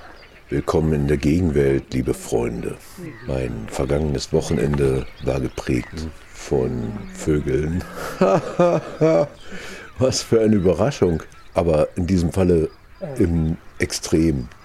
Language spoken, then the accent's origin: German; Bavaria, Germany; now in Halle, Germany; Der Frank, die Arela und ich, wir sind aus Halle nach Franken gefahren. Denn wie das so ist, wenn Menschen sozusagen in Städten irgendwann mal ihre Jobs bekommen, dann ist man ja so zusammengewürfelt und hat natürlich trotzdem irgendwie eine Herkunft, also wo man auch aufgewachsen ist.